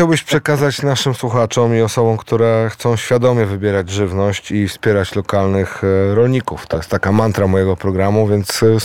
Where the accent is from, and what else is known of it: Warmian-Masurian Voivodeship, Poland